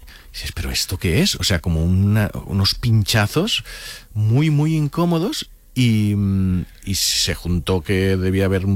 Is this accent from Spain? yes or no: yes; Catalonia, Spain; pues algunas cosas, mira que soy del Delta del Ebre, allí mosquitos, sí.